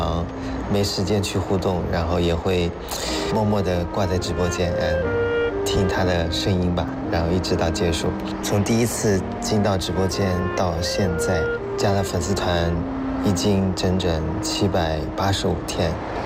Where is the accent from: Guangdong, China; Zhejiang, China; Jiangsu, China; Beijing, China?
Zhejiang, China; 也是一个土生土长的浙江人。